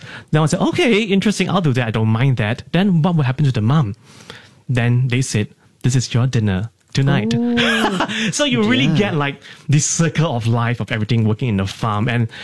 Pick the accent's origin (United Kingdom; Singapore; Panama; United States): Singapore; knowing that I'm Singaporean